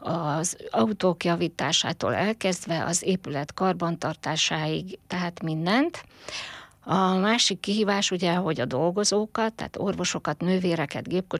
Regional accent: Paks, Tolna, Hungary; born or raised there

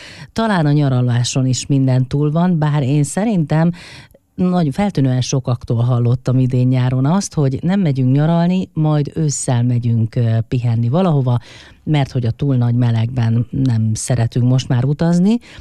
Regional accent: Hungary; akivel annak idején együtt nőttünk fel, és együtt bandáztunk a Kurcsatov utcában.

